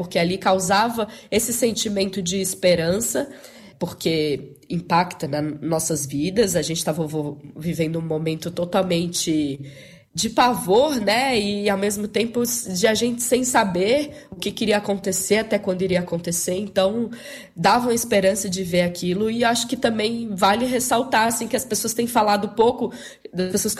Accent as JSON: {"language": "Portuguese", "region": "Bahia", "country": "Brazil", "said": "Sou baiana."}